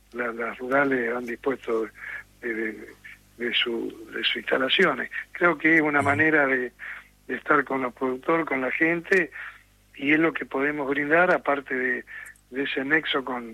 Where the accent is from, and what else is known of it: Argentina